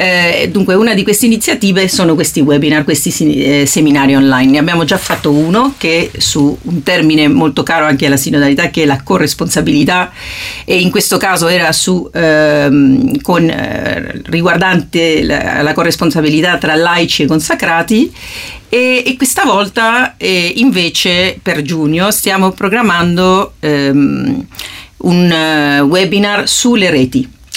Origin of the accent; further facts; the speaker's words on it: Spain; Italian is a second language; moved away as an adult; now in Rome, Italy; io sono atterrata, sono spagnola, sono atterrata qua in Italia da qualche anno e da quando sono arrivata a Roma